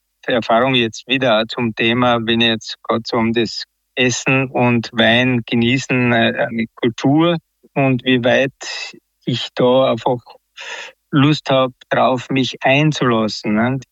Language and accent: German; Styria, Austria; born there; now in Klagenfurt, Austria; in Klagenfurt zu Hause, geboren in der Steiermark, nur in Kürze 67 Jahre jung.